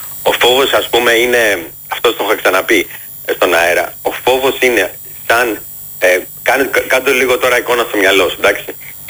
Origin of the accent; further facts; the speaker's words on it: Nigeria; Greek is a second language; now in Ireland; Αλλά εγώ εντάξει, μένω στην Ιρλανδία, είμαι από την Αιγυρία, αλλά εγώ κατά πάθος είμαι Έλληνας.